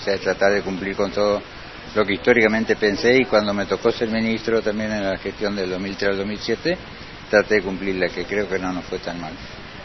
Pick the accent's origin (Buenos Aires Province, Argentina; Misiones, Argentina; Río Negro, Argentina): Misiones, Argentina; now in Chaco, Argentina; a lo largo de mis 70 años de vida en toda la provincia del Chaco. Yo soy un chaqueño por adopción, pero yo no soy chaqueño, soy misionero, pero acá tengo mis hijos, acá vivo yo